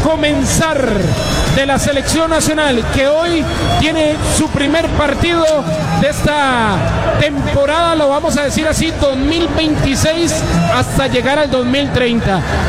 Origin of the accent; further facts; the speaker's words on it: Costa Rica; nuestro deseo como buen costarricense es que gane la tricolor